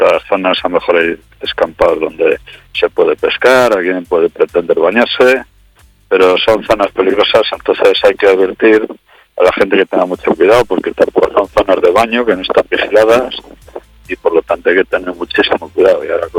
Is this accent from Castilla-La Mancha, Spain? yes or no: no; Venta de Baños, Castile and León, Spain; yo soy de Venta de Baños, no lo conocía como zona de baño